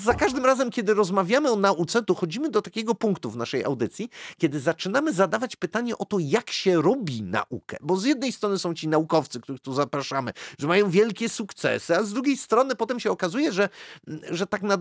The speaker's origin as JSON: {"language": "Polish", "town": "Poznań", "region": "Greater Poland Voivodeship", "country": "Poland", "said": "Jako poznaniak to ja zawsze chcę mieć wszystko wykalkulowane"}